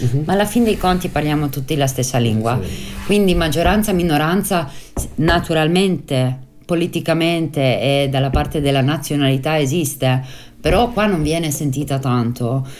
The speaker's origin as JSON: {"language": "Italian", "town": "Buje", "region": "Istria County", "country": "Croatia", "accent": "Istro-Venetian", "said": "qua continua a essere il nostro dialetto, l'istroveneto continua a essere dappertutto, in ogni posto, in ogni luogo"}